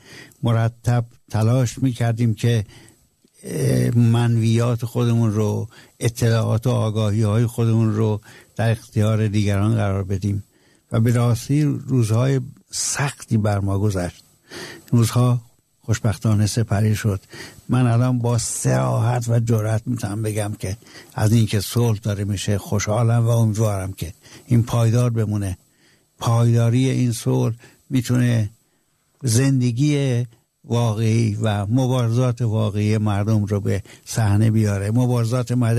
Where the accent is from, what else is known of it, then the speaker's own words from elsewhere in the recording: Iran; هر بمبی که بر ایران انداخته می شد انگار به تن ما می خورد و تأسف می خوردیم از این که وطنمان داره می سوزه در آتش.